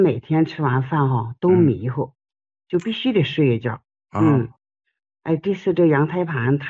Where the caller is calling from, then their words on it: Anshan, Liaoning, China; 我是鞍山的